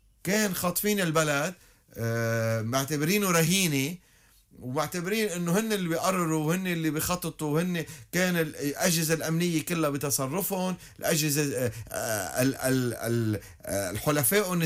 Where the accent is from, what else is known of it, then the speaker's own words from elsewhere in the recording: Lebanon; نحن كلبنانيين وطنيين